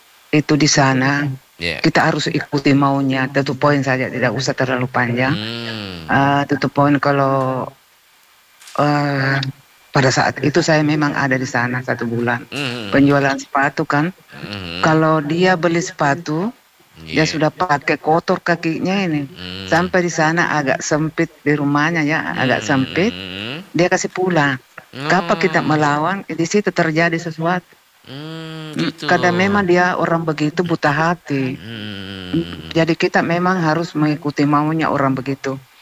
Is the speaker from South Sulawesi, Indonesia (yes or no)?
yes; South Sulawesi, Indonesia; Kita ini orang Bugis Makassar